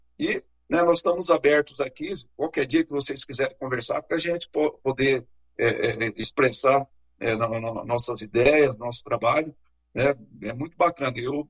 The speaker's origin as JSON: {"language": "Portuguese", "town": "Cascavel", "region": "Paraná", "country": "Brazil", "said": "Pois nós somos de Cascavel, aqui no oeste paranaense. Aqui é uma cidade de 300 e poucos mil habitantes."}